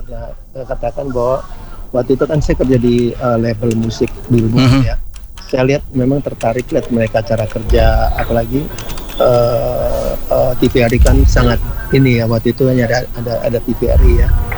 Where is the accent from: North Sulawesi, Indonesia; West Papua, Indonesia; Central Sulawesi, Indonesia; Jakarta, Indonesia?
North Sulawesi, Indonesia; Manado; Iya, betul, kita dari Manado.